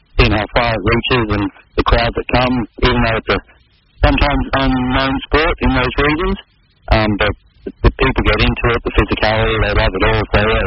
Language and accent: English; Mackay, Queensland, Australia; I'm a kid from Mackay, and all of a sudden I was playing in Madrid, the game I've loved since I was 9 years old.